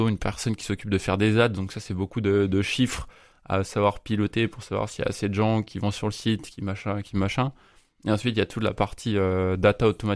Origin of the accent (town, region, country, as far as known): Brittany, France; born or raised there